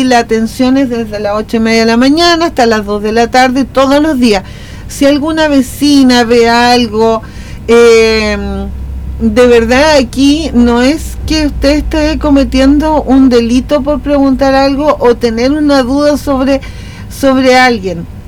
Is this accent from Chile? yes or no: yes; Chile; un deber que tenemos como ciudadanos chilenos